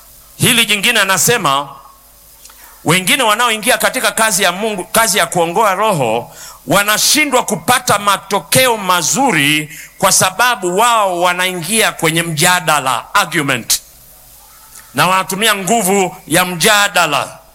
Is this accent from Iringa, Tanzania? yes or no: no; Kilimanjaro, Tanzania; Nakumbuka kule kwetu Pareni zilipokuja magitaa